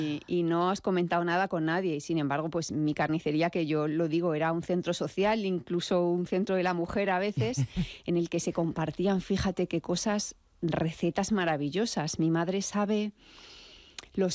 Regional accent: Fuente-Álamo, Castilla-La Mancha, Spain; moved away; Mis padres tenían la carnicería en Fuente Álamo, que es un pueblo de Albacete, que es mi pueblo, es donde yo nací, de donde yo vengo

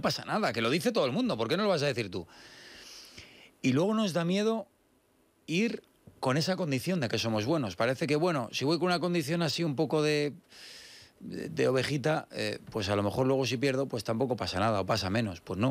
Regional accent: Spain; No, hombre, los españoles, lo nuestro.

